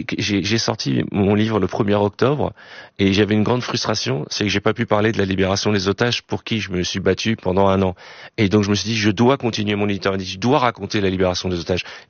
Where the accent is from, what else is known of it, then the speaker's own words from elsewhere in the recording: France; Je suis français, juif d'abord. Même si depuis quelque temps on me parle souvent sous le prisme de ma judéité, je suis français avant tout. J'ai une attache avec Israël, comme beaucoup de juifs